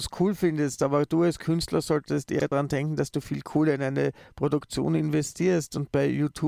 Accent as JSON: {"language": "German", "country": "Austria", "said": "weil wir Österreicher, also ich als Österreicher habe eine andere Ausdrucksweise als"}